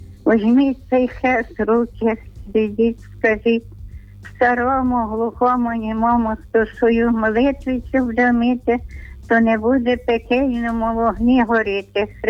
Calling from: Ternopil Oblast, Ukraine; Я дзвоню з Тернопільщини.

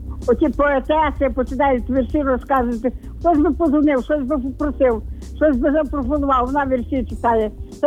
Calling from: Lviv, Lviv Oblast, Ukraine; я зі Львова дзвоню.

